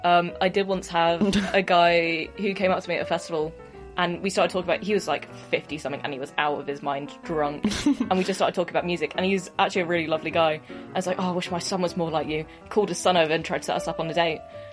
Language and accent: English; Bristol, South West England, United Kingdom; I am from Bristol, that's right.